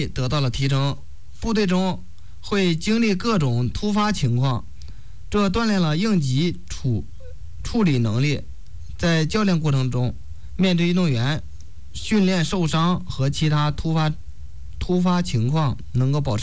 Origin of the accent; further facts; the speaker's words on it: Pingquan, Hebei, China; 承德平泉。